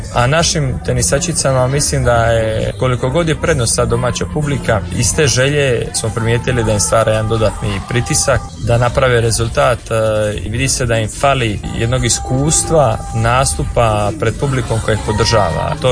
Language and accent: Croatian; Dalmatia, Croatia; da se rekuperam, što se kaže kod nas u Dalmaciji